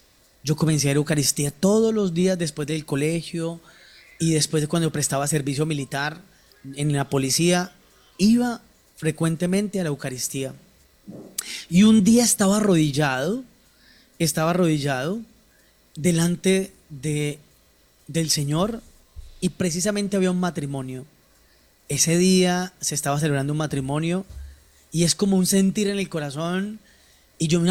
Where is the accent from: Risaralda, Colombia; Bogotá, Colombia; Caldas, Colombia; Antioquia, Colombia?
Bogotá, Colombia; accent: medio acento paisa; Yo soy de la ciudad de Bogotá, vengo de familia huilense, pero nací, crecí, me eduqué todo en Bogotá.